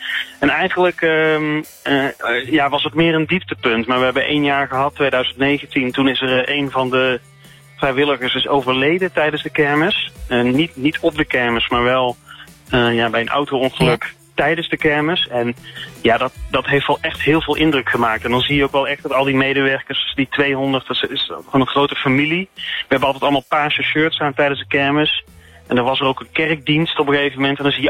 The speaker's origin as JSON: {"language": "Dutch", "town": "Tilburg", "region": "North Brabant", "country": "Netherlands", "said": "Ik kom uit Tilburg, dus ik ken dat evenement natuurlijk goed."}